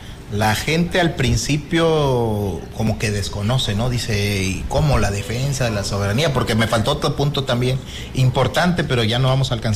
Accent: Mexico; que soy costeño 100%

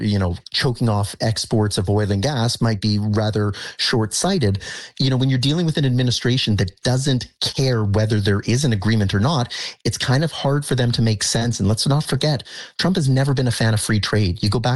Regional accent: Canada; I'm a Canadian

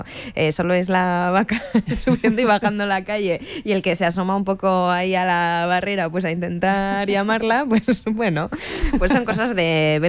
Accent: Fustiñana, Navarre, Spain; yo también soy de Fustiñana, de Tudela y de La Ribera

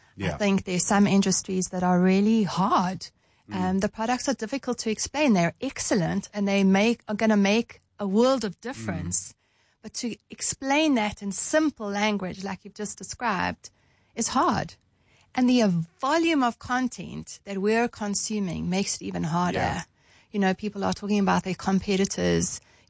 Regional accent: South Africa; we are proudly South African. We are so passionate about this country.

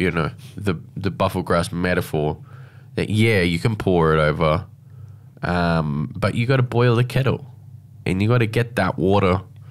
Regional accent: Alice Springs, Northern Territory, Australia

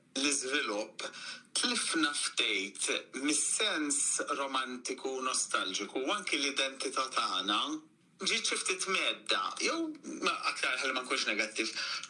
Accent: Rabat, Gozo, Malta; Jien mir-Rabat għawdex, ġifrina l-ġenituri tiegħi it-tnejn mir-Rabat u anke n-nanniet

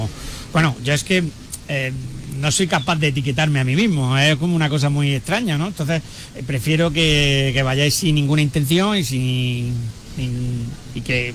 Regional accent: Almanzora Valley, Andalusia, Spain; now in Granada, Spain; he recorrido todo el Valle de Almanzora hasta llegar aquí y bueno, pues me ha traído estos paisajes tan sugerentes y que soy de la tierra.

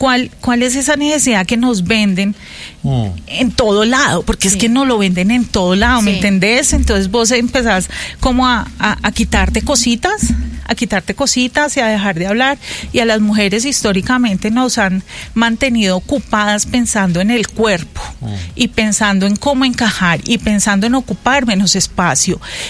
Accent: Cali, Valle del Cauca, Colombia; born or raised there; also born or lived in Armenia

